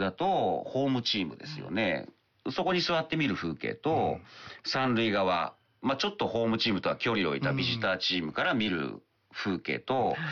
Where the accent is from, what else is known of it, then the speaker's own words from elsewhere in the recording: Nagano, Japan; moved away; 僕も長野出身なんで